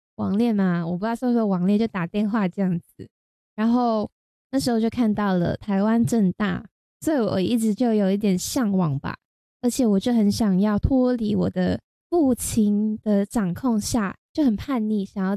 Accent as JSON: {"language": "Chinese", "country": "Hong Kong", "second_language": "Chinese", "lives_now": "Taiwan", "said": "因为毕竟我是香港人，然后我可能会有口音，或是有时候讲话会跟台湾人或许都会有一点点区别，或是发音啊，或是语文上或许会有一点点不同"}